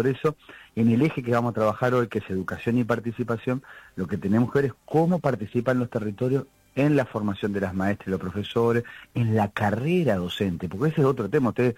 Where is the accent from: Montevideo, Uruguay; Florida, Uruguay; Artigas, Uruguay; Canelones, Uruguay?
Montevideo, Uruguay; yo soy de esos barrios también